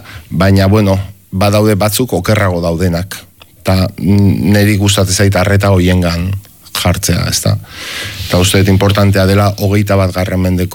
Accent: Urretxu, Basque Country, Spain; born there; ni ba Urretxuko anaiz jaiotzez

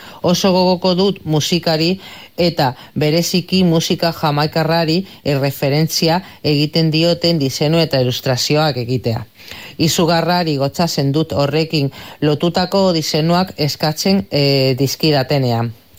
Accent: Badajoz, Extremadura, Spain; now in Basque Country, Spain; Badajozekoa naiz, aunque dagoeneko 8 urte inguru daroa da hemen Euskal Herrian. Hau da nire etxea

